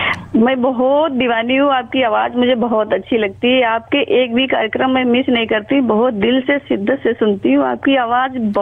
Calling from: Uttar Pradesh, India; मेरे यहाँ से, मेरे गांव से कानपुर की ज्यादा दूरी नहीं है, 55 किलोमीटर की दूरी है।

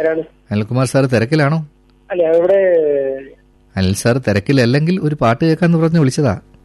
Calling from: Chengannur, Kerala, India; ഞാൻ ആലപ്പുഴ ജില്ലയിലെ ചെങ്ങന്നൂരിൽ നിന്നാണ് ഈ സന്ദേശം അയക്കുന്നത്.

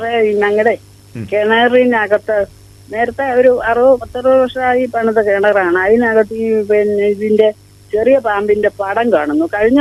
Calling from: Ettumanoor, Kerala, India; ഏറ്റുമാനൂരിന്നാണ് വിളിക്കുന്നത്.

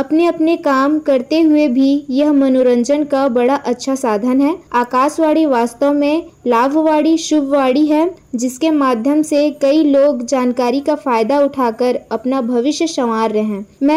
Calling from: Raigarh, Chhattisgarh, India; बेरदगर रायगढ़ की निवासी हूँ

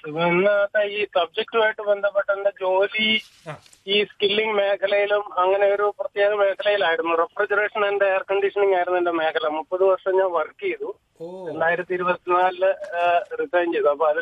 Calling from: Mulanthuruthy, Kerala, India; മുളന്തുരുത്തിയാണ് എന്റെ സ്വദേശം, ചോട്ടാനിക്കര അടുത്ത്.

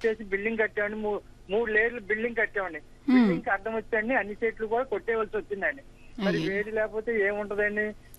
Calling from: Hyderabad, Telangana, India; జూబ్లీహిల్స్ నుంచి మాట్లాడుతున్నానండి.

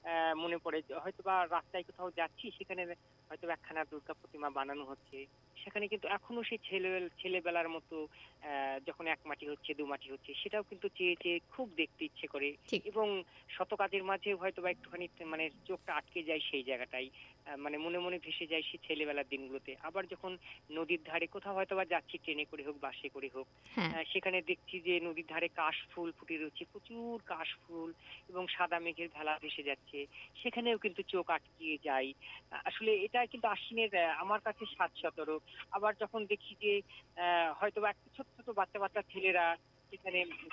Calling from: West Bengal, India; আমি নদিয়া থেকে

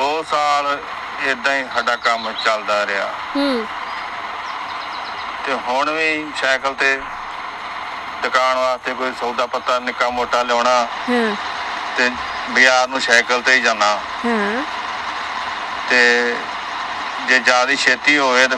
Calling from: Chohla Sahib, Punjab, India; ਚੋਲਾ ਸਾਹਿਬ ਤੋਂ ਬੋਲਦਾ ਪਿਆ ਹਾਂ

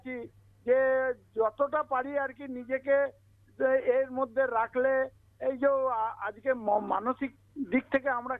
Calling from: Bardhaman, West Bengal, India

